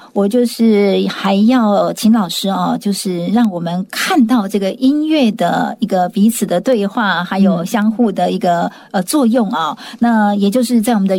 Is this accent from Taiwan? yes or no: yes; Hualien County, Taiwan